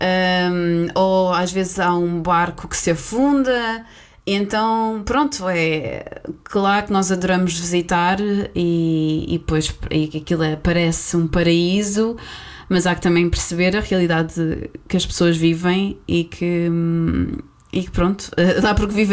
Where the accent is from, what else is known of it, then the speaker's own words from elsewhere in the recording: Portugal; como portugueses que éramos e também com uma francesa